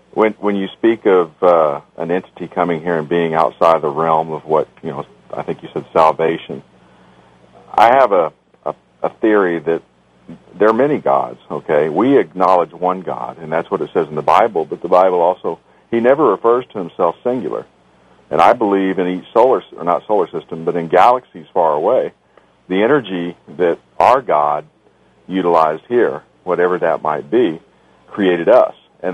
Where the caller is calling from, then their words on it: Texas, United States; I'm calling from South Texas.